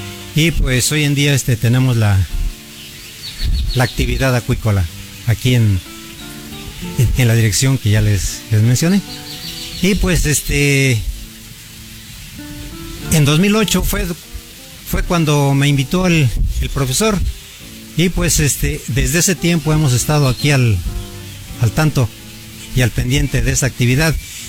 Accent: San Bartolo Tututepec, Oaxaca, Mexico; Exactamente, somos originarios de aquí de San Bartolo Tututepec. Somos nacidos aquí en la colonia industrial

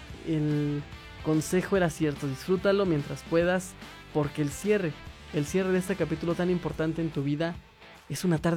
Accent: Pachuca, Hidalgo, Mexico; Yo soy de aquí de Pachuca.

